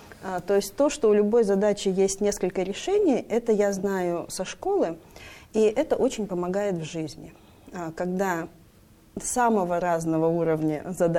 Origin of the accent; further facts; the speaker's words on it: Yoshkar-Ola, Mari El, Russia; moved away; also born or lived in Leningrad / Moscow; все свое детство я провела в городе Йошкар-Оле. Потом училась в Москве, и после окончания вуза мы с мужем вернулись в Йошкар-Олу.